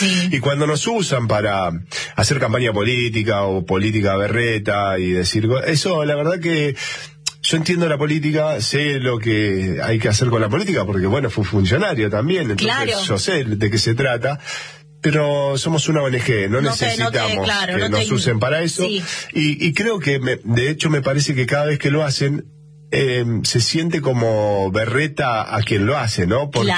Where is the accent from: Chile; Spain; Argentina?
Argentina; Somos argentinos, somos de sangre caliente, no somos tibios.